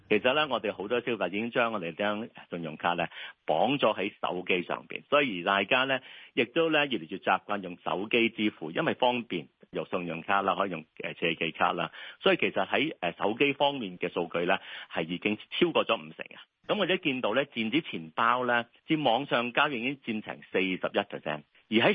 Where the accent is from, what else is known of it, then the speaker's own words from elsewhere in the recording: Hong Kong; 我哋香港人